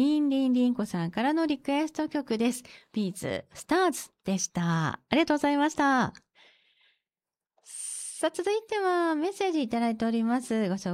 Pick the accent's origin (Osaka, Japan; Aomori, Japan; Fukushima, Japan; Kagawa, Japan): Aomori, Japan; Hirosaki; 3日から昨日まで自分の実家がある青森県の弘前市にある実家に帰省してきました。